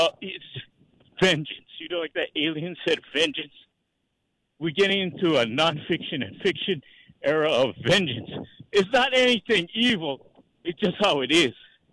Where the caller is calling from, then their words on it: Mililani, Hawaii, United States; I'm from Mililani